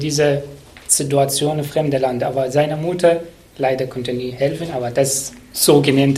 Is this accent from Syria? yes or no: yes; Syria; moved away as an adult; now in Germany; habe auch in meiner Heimat gelernt als Zahntechniker gearbeitet, aber hatte keine Bedeutung hier in Deutschland und ich müsste leider nochmal wiederholen. Wie sie hat er jetzt erzählt von der Tochter, die Familie aus Syrien, genau gleiche.